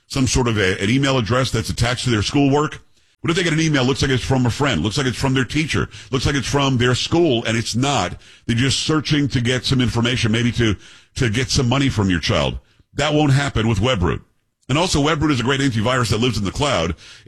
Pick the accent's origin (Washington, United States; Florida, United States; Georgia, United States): Florida, United States; Now, when I grew up in South Florida, we had a next-door neighbor